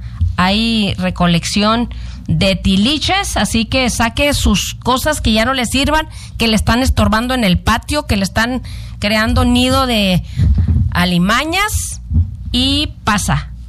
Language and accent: Spanish; Mexico; No se le puede impedir manifestarse como mexicanos que somos.